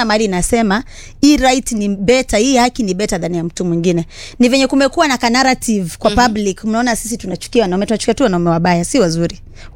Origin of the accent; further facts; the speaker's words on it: Nairobi, Kenya; Mimi nimezaliwa na kulelewa Mathare na hapo ndo nakaa.